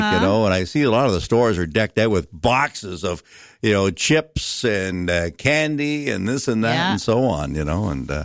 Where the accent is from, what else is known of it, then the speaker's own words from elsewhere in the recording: Perth, Ontario, Canada; I remember growing up in Perth, where 13K outside of town, and we might get three.